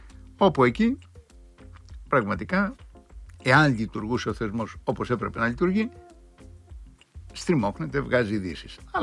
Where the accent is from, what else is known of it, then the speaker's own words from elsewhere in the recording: Agios Georgios, Crete, Greece; είναι τα 18 λεγόμενα χωριά του οροπεδίου γύρω-γύρω, είναι το χωριό μου, ο Άγιος Γεώργιος.